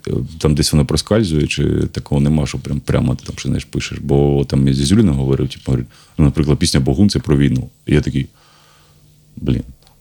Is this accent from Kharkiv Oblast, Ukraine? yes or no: yes; Kharkiv, Kharkiv Oblast, Ukraine; Я не знаю, що, ну, я харків'яни не знаю, що, але... От коли люди приїжджають, мені дуже приємно, що моє місце